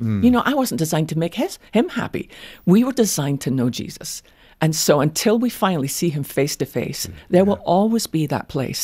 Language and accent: English; Scotland, United Kingdom; I'm Scottish and we use everything.